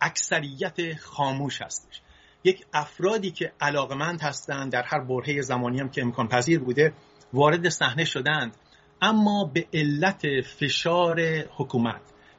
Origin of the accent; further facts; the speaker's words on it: Isfahan, Iran; also born or lived in Fasa; من تو سال 1337 در شهر فسا متولد شدم، یکی از شهرهای استان فارس.